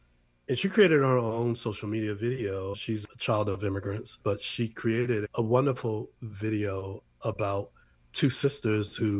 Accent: Columbus, Georgia, United States; born there; I'm a child of the military. My father was in the military. I was born down south in Columbus, Georgia, because he was stationed down there at the time.

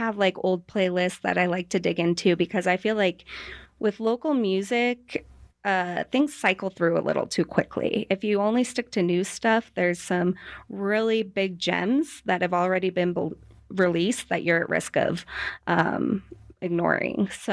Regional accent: Estes Park, Colorado, United States; also born or lived in Loveland / Arvada / Chicago; now in Denver, United States; I grew up in Estes Park. I spent my childhood out there. And then I was in Loveland, Arvada, kind of moved around. But I've been in Denver since 2009, off and on. I had a short stint in Chicago

